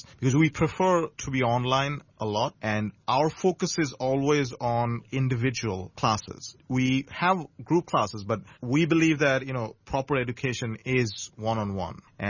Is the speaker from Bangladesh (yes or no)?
yes; Bangladesh; growing up in Bangladesh